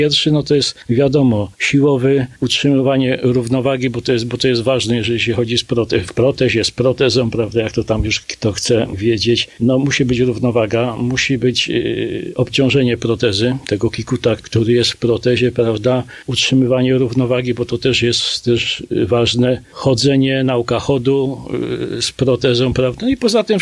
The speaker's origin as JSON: {"language": "Polish", "town": "Zawiercie", "region": "Silesian Voivodeship", "country": "Poland", "said": "jestem osobą niepełnosprawną, jestem beneficjentem Fundacji Poland Business Run. Przyjechałem do Krakowa z Zawiercia."}